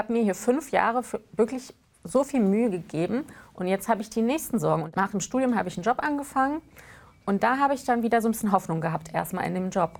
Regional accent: Hanover, Lower Saxony, Germany; also born or lived in East Germany (GDR); dass ich noch in der DDR geboren bin und meine Eltern waren Pioniere und haben Jugendweihe bekommen. Und dann bin ich in Hannover groß geworden

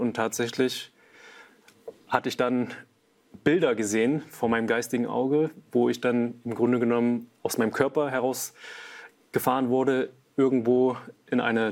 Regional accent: Germany; born there; ich bin zwar hier in Deutschland zur Welt gekommen und so weiter, aber meine Familie kommt eher aus einem nicht-deutschen Hintergrund

